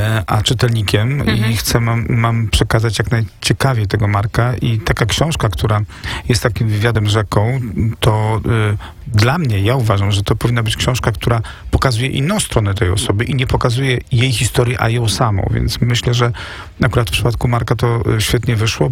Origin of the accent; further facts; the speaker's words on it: Warsaw, Masovian Voivodeship, Poland; moved away as an adult; now in Kraków, Poland; jak 20 lat temu się wyprowadziłem z Warszawy, jestem warszawiakiem, który się przyniósł do Krakowa